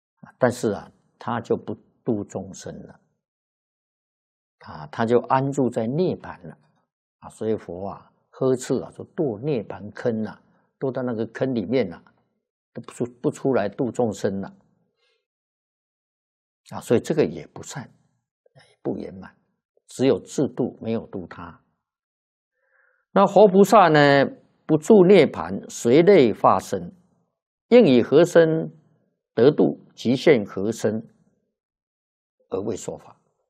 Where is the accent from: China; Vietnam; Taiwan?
China